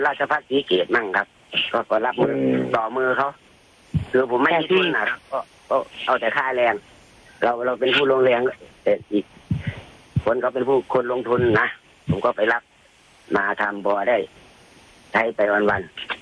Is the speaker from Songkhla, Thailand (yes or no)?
no; Bangkok, Thailand; born or raised there